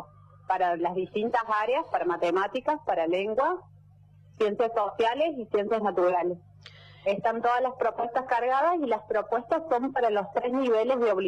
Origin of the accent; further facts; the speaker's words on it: Argentina; somos argentinos y estamos orgullosos de...